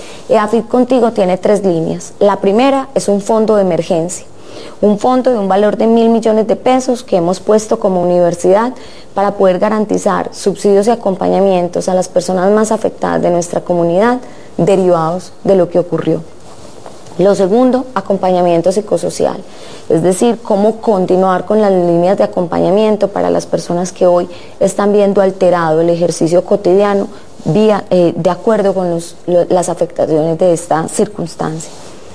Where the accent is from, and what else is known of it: Colombia